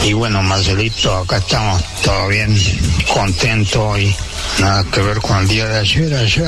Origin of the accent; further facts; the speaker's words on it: Piedritas, Buenos Aires, Argentina; now in La Pampa, Argentina; Nací en un pueblo vecino, me crié en Piedrita